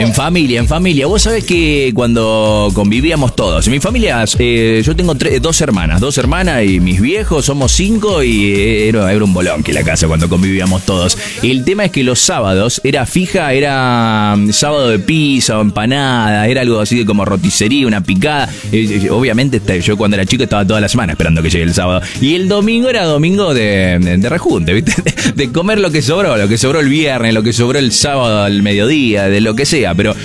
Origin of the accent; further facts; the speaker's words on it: Spain; Un abrazo de las Canarias, tío, que soy español.